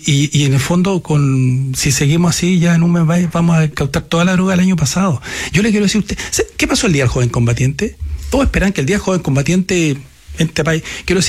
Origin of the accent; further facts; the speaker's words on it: Araucanía, Chile; moved away; yo vengo de la Araucanía, vengo de escuela pública. Usted sabe, Mauricio, somos 16 hermanos, papá sindicalista